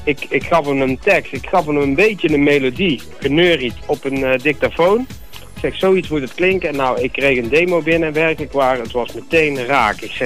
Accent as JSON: {"language": "Dutch", "town": "Hapert", "region": "North Brabant", "country": "Netherlands", "lives_now": "Reuzel, Netherlands", "said": "Ja, en mijn moeder komt er officieel vandaan. Ik kom officieel uit Hapert."}